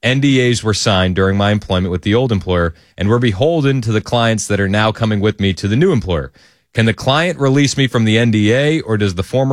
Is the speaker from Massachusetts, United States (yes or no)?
yes; Boston, Massachusetts, United States; I was raised in Boston, and it was always too cold.